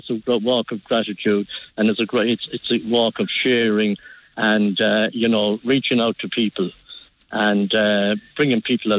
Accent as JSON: {"language": "English", "town": "Ballyhaunis", "region": "County Mayo", "country": "Ireland", "tie": "born or raised there", "moved": "as an adult"}